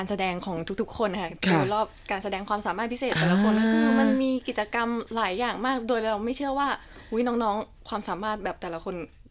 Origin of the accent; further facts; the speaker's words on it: Isan, Thailand; ใช่ค่ะเพราะหนูอยากหยิบยกความเป็นอีสานในตัวหนูเพราะว่าหนู proud to present ในบ้านเกิดตัวเองมาก